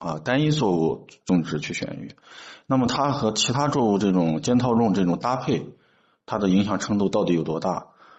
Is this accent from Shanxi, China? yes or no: no; Xinjiang, China; 我们新疆这边